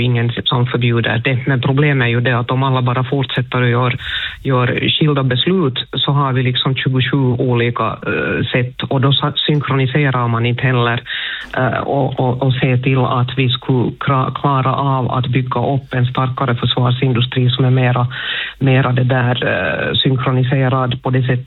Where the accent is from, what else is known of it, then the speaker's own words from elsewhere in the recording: Finland; vi är två finländare